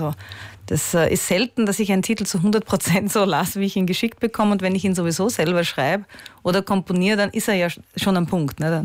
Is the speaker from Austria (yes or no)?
yes; Austria